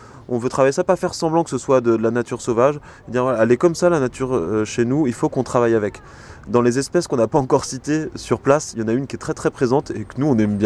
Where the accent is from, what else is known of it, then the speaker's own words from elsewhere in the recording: France; now in L'Île-Saint-Denis, France; Moi, je viens des bords de Loire à l'origine et je rêvais de la Loire tout le temps, tout en habitant sur l'île Saint-Denis, alors que la Seine était autour de moi, quoi.